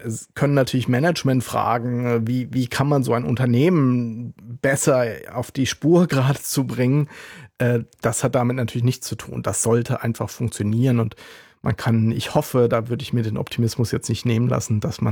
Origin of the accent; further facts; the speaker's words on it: Rhineland-Palatinate, Germany; Ich bin ja ein Kind des Landes. Ich bin in Rheinland-Pfalz in einer ländlichen Region aufgewachsen.